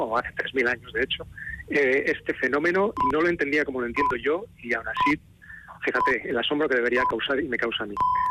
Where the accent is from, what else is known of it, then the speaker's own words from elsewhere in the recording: Pamplona, Navarre, Spain; Decía, soy de Lodosa, en realidad son mis padres, yo soy de Pamplona, y mis abuelos, pero allí vive mi hermano